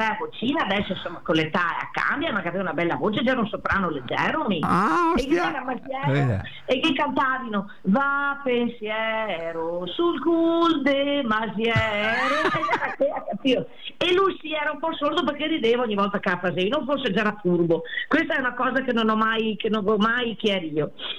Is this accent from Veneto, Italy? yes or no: yes; Crespano, Veneto, Italy; Ma il paga conto che convegno sono da Crespano, mi accaverò 30 forme del formaggio